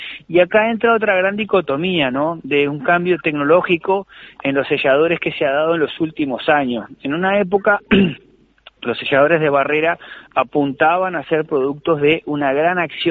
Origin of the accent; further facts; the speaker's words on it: Florida, Uruguay; Yo soy de acá de Florida